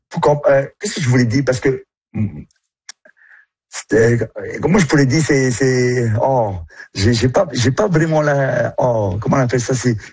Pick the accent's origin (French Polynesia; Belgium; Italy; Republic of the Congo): French Polynesia; Ben, chez nous, en Polynésie, c'était une pirogu